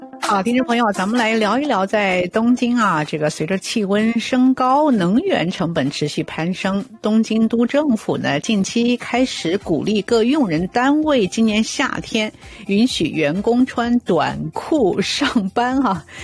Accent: Toronto, Ontario, Canada

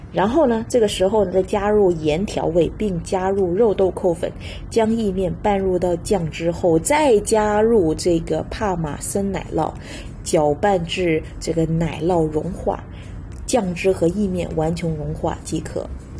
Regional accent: China

